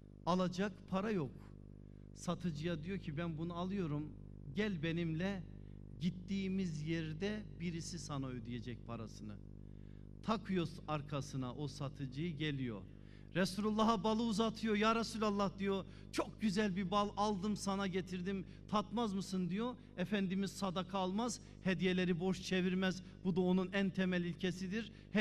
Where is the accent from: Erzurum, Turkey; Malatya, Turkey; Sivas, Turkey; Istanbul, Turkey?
Erzurum, Turkey; Ben Erzurumluyum, bizim oralarda öyle bir söz var